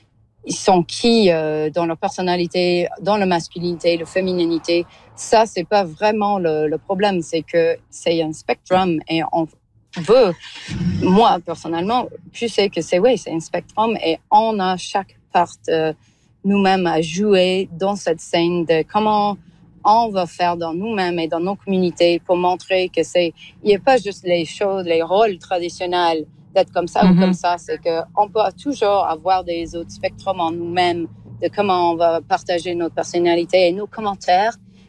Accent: Alberta, Canada; Ben, en fait, la base, moi, je viens de l'Alberta.

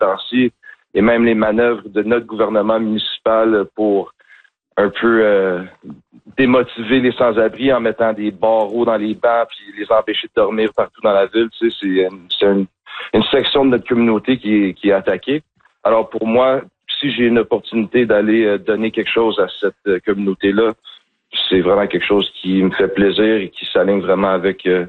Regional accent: Montreal, Quebec, Canada; moi, je viens de Saint-Henri, j'ai vécu autour de Saint-Henri de dernier 14 ans de ma vie.

